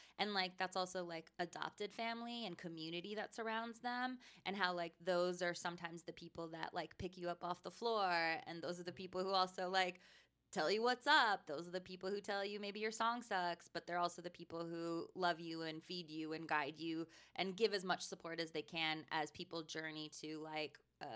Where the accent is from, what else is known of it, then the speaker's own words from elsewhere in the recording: Edmonton, Alberta, Canada; I'm from Edmonton in, like, northern Alberta